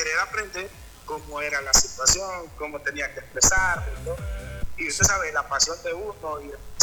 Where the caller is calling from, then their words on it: Honduras; soy de Honduras, hermano.